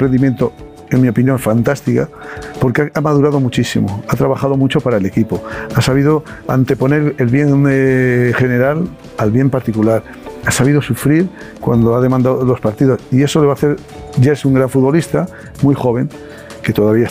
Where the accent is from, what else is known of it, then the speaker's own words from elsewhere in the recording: Spain; No, pues nosotros somos los 26 españoles, eran los 26 y son los 26 españoles